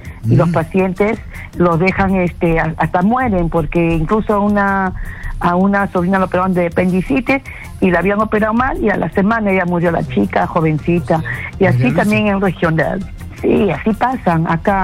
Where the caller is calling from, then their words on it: Ica, Peru; Sí, llamo de Ica.